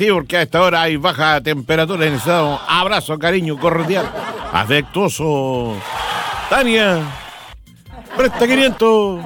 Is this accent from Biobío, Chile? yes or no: no; Padre Hurtado, Santiago Metropolitan, Chile; ¿Somos o no somos solidarios los chilenos?